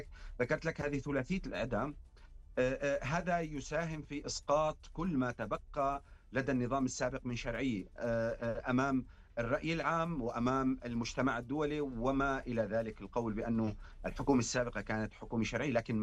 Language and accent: Arabic; Syria; نحن يعني كسوريين